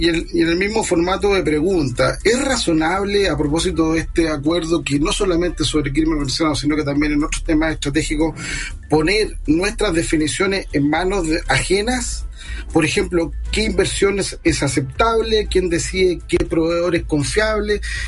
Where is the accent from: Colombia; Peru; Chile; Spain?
Chile